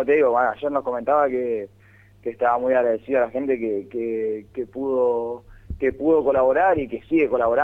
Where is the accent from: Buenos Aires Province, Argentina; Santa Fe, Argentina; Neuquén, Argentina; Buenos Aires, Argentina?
Santa Fe, Argentina; los santafesinos, no solo los hinchas de Unión, nos tenemos que unir todos como santafesinos